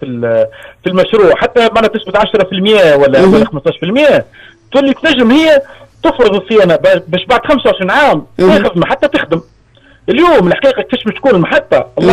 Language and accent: Arabic; Tunisia; خلينا نقدر احنا بالدول اللي عندها نفس نفس النسيج الاقتصادي اللي عندنا في تونس.